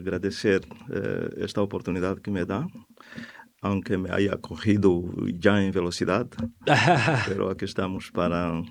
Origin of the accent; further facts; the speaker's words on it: Angola; Spanish is a second language; La experiencia de lo que ha pasado en mi país es una pésima experiencia que sigue teniendo consecuencias hasta el momento presente. Nosotros lo vivimos en carne y hueso.